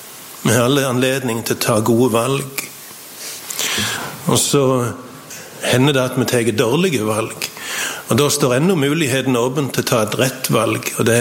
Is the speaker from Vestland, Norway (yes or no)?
no; Sokndal, Rogaland, Norway; på Nesvåg hjemme I Sokndal.